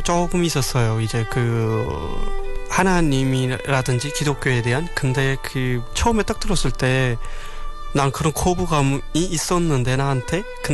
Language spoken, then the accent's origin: Korean; South Pyongan, North Korea; 아, 제 고향은 평안남도입니다.